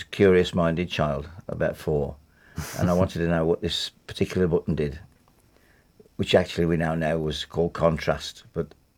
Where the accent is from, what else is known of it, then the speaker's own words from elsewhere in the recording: Wednesbury, West Midlands, United Kingdom; I'm from Wensbury